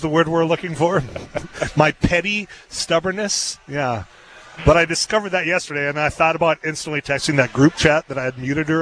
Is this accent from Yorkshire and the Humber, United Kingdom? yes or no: yes; Leeds, Yorkshire and the Humber, United Kingdom; There's another guy from Mattock that will collude with somebody from my hometown of Leeds who participates